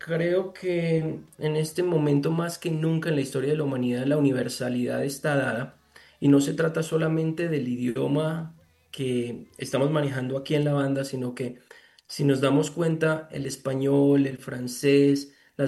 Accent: Medellín, Antioquia, Colombia; Yo crecí en Medellín en los años 80

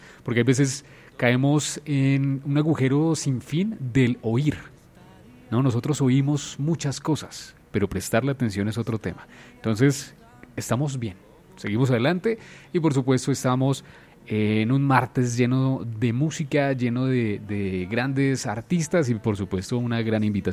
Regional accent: Colombia; gracias a la vida porque soy colombiano.

